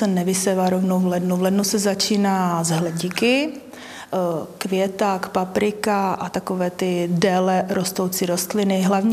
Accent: Ostrava, Moravian-Silesian Region, Czechia; já jsem z Hrabové, mý rodiče jsou z Hrabové

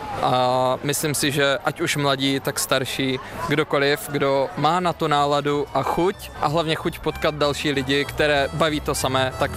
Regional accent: Zlín Region, Czechia; now in Brno, Czechia; Jsem z Valašska původně, ale teďka v Brně už žiju 11 let.

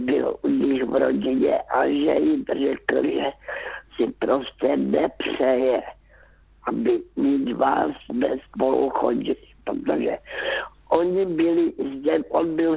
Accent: Karolinka, Zlín Region, Czechia; born there; já už jsem byla vdaná a jezdívala jsem zpátky do Karolíky, zpátky do mého rodiště.

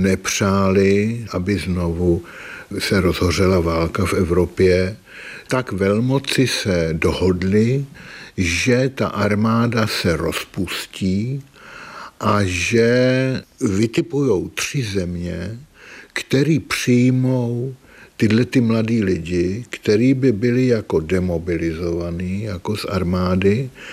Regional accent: Prague, Czechia; born there; Narodil jsem se v Praze, bydleli jsme na Staroměstském náměstí ve velkém bytě.

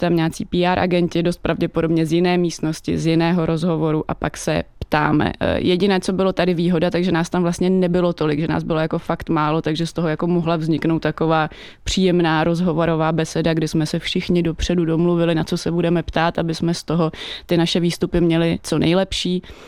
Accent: Slušovice, Zlín Region, Czechia; Jestli jsem jim říkala, že jsem ze Slušovic, ne, Slušovice jsem vynechala.

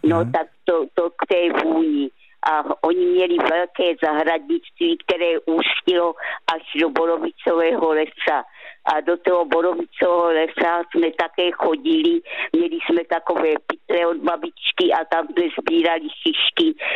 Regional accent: Rohatec, South Moravian Region, Czechia; born there; Narodila jsem se v Rohací u Hodonína a tam jsem měla babičku, které se říkalo Stařenka a Stařeček

